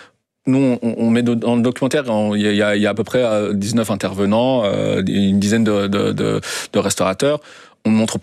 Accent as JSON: {"language": "French", "country": "Belgium", "tie": "born or raised there", "said": "moi j'ai grandi en Belgique, j'ai mes codes et mon cadre esthétique de plein de références sont les mêmes que mes camarades d'école"}